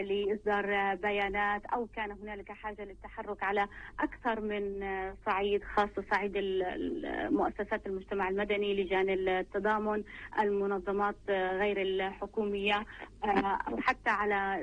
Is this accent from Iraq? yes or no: no; Palestine; now in South Africa